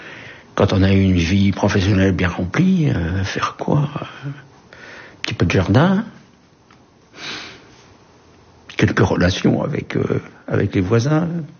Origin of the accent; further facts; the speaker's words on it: Laval, Pays de la Loire, France; je vais avoir 78 ans. Je suis donc natif de Laval, de la Mayenne, et mon épouse est originaire du Finistère, de Quimper.